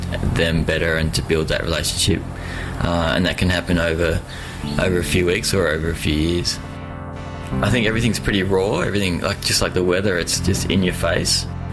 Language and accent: English; Sydney, New South Wales, Australia; I came here from Sydney originally just for 6 months in order to get out of Sydney.